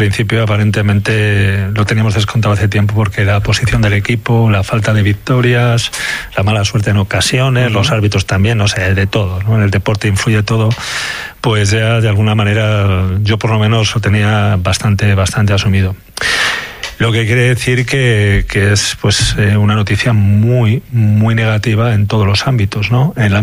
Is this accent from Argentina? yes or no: no; León, Castile and León, Spain; Lo que sí deseo como alcalde, como leonés y como aficionado es que se haga un buen proyecto desde el principio